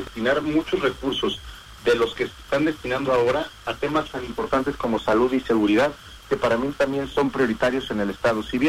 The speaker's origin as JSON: {"language": "Spanish", "region": "Oaxaca", "country": "Mexico", "said": "si bien es difícil a veces como oaxaqueños que nos pongamos de acuerdo"}